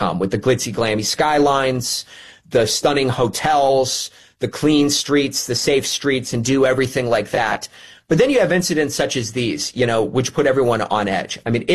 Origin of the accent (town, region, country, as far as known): Cleveland, Ohio, United States; born or raised there; now in Qatar